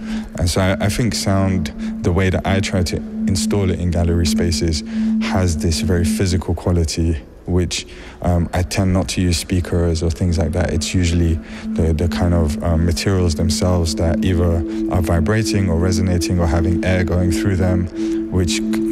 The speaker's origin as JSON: {"language": "English", "region": "London", "country": "United Kingdom", "tie": "born or raised there", "said": "growing up in London."}